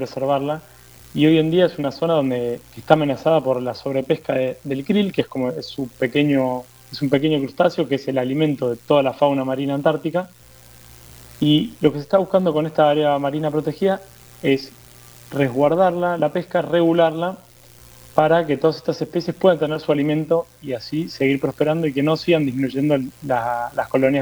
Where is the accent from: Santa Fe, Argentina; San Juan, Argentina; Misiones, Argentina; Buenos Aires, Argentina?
Buenos Aires, Argentina; Somos de la costa. De la costa. De Buenos Aires.